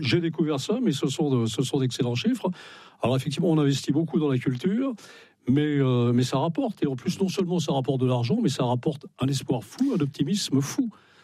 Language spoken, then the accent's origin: French; Brittany, France; c'est pas parce que je suis breton que je ne fais pas partie. Nous avons été vassalisés par l'histoire de France, mais bretons malgré nous.